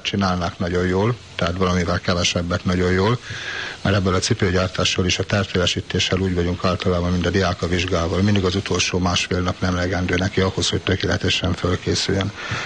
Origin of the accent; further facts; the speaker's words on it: Szombathely, Vas, Hungary; accent: Vas; also born or lived in Soviet Union; Igen, itt születtem 40 évvel ezelőtt. A megye határait azt mindössze 5 évre hagytam el. Visszajöttem ide a Szabáriába az egyetem elvégzése után